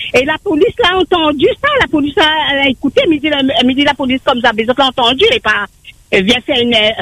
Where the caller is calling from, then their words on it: Saint-Denis, Réunion; Je téléphone de Moufia.